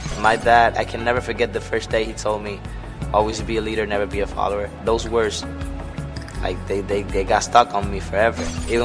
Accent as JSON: {"language": "English", "town": "Salinas", "country": "Puerto Rico", "tie": "born or raised there", "said": "growing up Puerto Rico. I grew up in Salinas, Puerto Rico. I think I'm like the first reggaeton artist that came out of Salinas."}